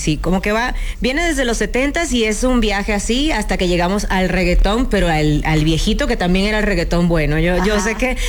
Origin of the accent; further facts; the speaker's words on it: Venezuela; yo soy venezolana, pero crecí escuchando y viendo televisión mexicana